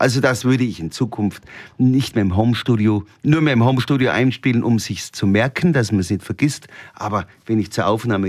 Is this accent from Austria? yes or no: yes; Mauterndorf, Salzburg, Austria; Und wir alle sind aufgewachsen am Berghof Jackelbauer, am Bauernhof am Pfanningberg in Mauterndorf.